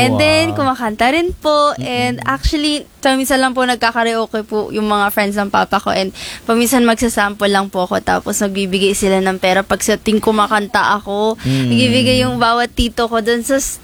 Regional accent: Jeddah, Makkah Province, Saudi Arabia; for me naman po, I was born and raised po sa Jeddah.

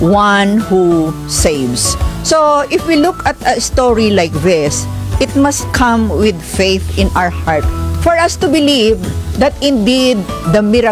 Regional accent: Piat, Cagayan Valley, Philippines; Meron pang isa sa amin, yung pinanggalingan ko, Our Lady of Piat.

